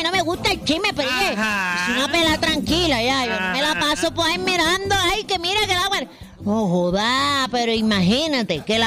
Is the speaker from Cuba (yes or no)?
no; Caribbean Region, Colombia; Ah, no, era que soy la costeña